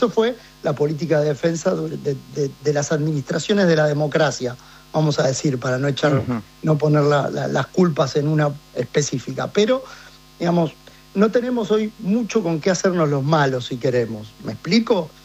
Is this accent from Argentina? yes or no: yes; Argentina; como lo digo como no solamente como analista, pero también como argentino